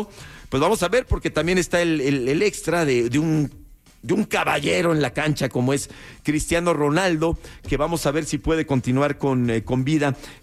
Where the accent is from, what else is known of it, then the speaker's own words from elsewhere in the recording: Mexico; No, yo soy mexicano.